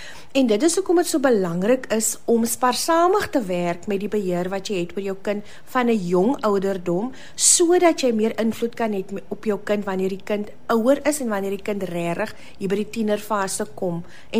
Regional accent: Kuils River, Western Cape, South Africa; Ja, ek is van die Kaap. Ek is van Kuilsrivier. Ek bly in Kuilsrivier.

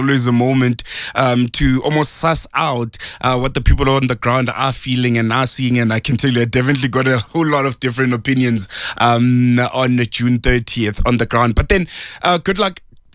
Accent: South Africa; as a South African

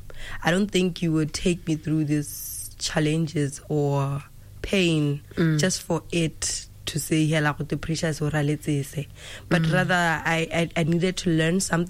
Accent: Kanye, Southern District, Botswana; born there; moved away; also born or lived in Mochudi; a Motswana woman, a mother, a worshipper, and a minister by calling. And I grew up in Kanye

